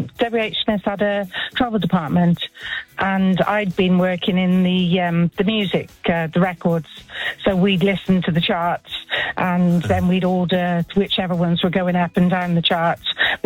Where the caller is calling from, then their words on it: South West England, United Kingdom; we're from Gloucestershire